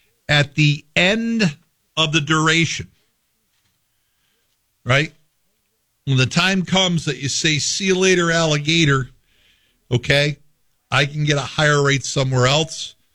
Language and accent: English; Schaghticoke, New York, United States; I'm a kid from Scaticoke, New York.